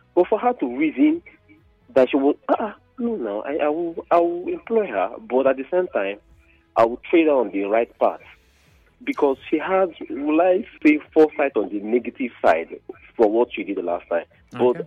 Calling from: Nigeria; I'm calling from Ajupe State.

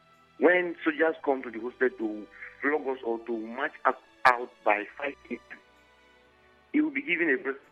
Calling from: Nigeria

